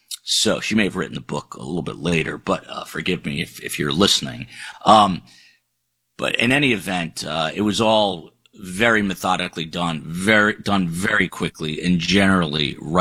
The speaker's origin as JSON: {"language": "English", "region": "New Jersey", "country": "United States", "tie": "born or raised there", "said": "I was a very young kid in the 70s, and I grew up in New Jersey"}